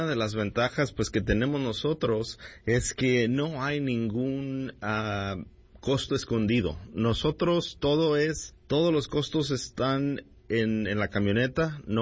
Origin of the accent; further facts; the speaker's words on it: Lamont, California, United States; also born or lived in Bakersfield; Soy nacido aquí en Bakersfield, creado allá por la área de Lamont, Lamont, California.